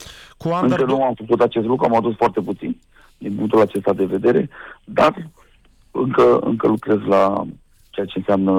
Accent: Romania; ca români

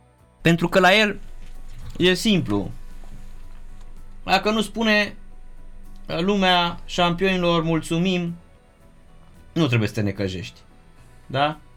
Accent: Romania

